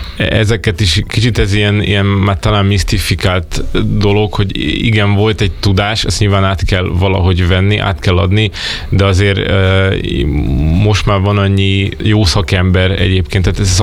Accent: Hungary; emberileg magyarok vagyunk ilyenek

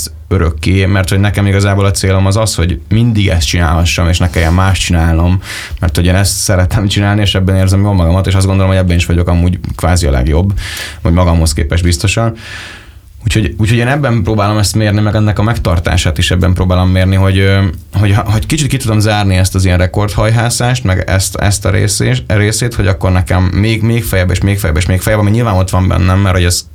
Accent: Baranya, Hungary; now in Budapest, Hungary; én ott nőttem föl, nekem sokat is jelent nagyon, meg Orfű is önmagában, meg amúgy Pécs is. Sokkal jobban szeretem Pécset amúgy, mint Pestet. Igazából csak azért élek itt, mert itt történik minden.

